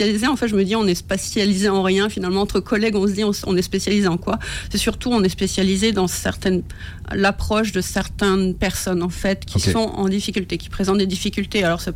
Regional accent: Grand Est, France; moved away as an adult; also born or lived in Paris; Moi, je suis de Lorraine, donc du coup, j'ai travaillé en Lorraine, Nancy et puis la Meuse

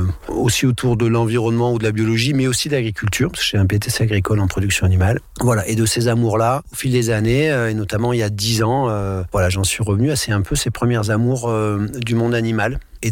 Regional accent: Grenoble, Auvergne-Rhône-Alpes, France; also born or lived in Verdun; je suis né à Verdun, dans les tranchées, non dans les dolines, aussi dans des fonds de trous. J'y ai un peu grandi, hein, puisque j'ai débarqué à Grenoble à 4 ans, et voilà, l'évolution professionnelle de mes parents ont plutôt fait de moi un grenoblois ou un alpin.

